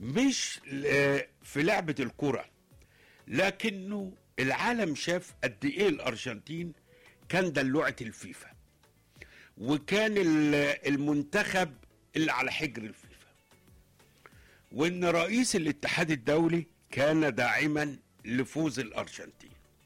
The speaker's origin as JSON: {"language": "Arabic", "country": "Egypt", "said": "فرحتي كمصري ان الارجنتين منتخبنا الوطني هو الوحيد اللي جاب فيهم 3 اهداف."}